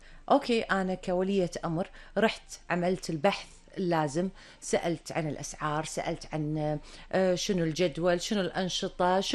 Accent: Kuwait; ما شاء الله الحضانات عندنا في الكويت تعتبر على معايير ممتازة

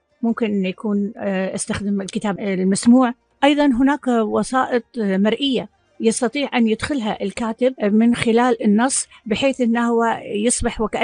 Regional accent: Kuwait; عندنا في الكويت وفي دول الخليج

